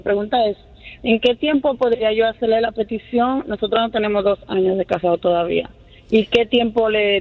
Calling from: New York, United States; Yo estoy en el Bronx

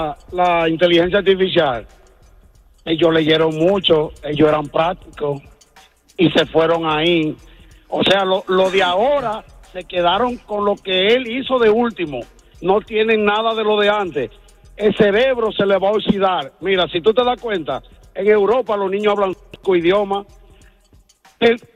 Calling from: New Jersey, United States; yo vivo en New Jersey

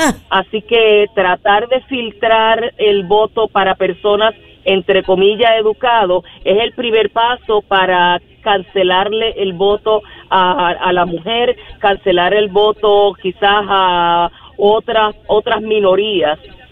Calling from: Washington, District of Columbia, United States; Soy de Washington, D.C.

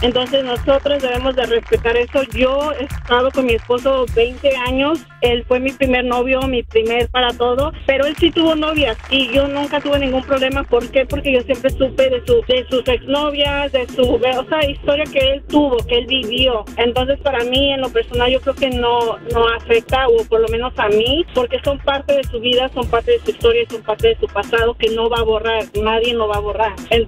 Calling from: Jurupa Valley, California, United States; Hablo de Jurupa Valley.

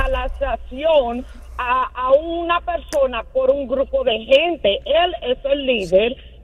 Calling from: Dominican Republic; como dominicano

